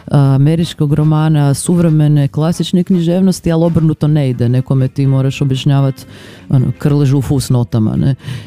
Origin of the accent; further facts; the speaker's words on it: Zagreb, City of Zagreb, Croatia; ja sam odrasla u Zagrebu